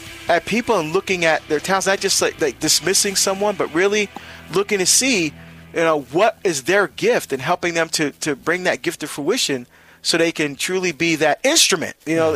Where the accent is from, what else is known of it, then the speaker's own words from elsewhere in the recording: New Jersey, United States; calling from Toms River, New Jersey. You know, as we say, like down the shore, again, back in my home state.